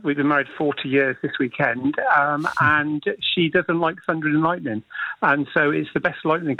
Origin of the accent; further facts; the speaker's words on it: Appleton, South East England, United Kingdom; I was born actually in Appleton.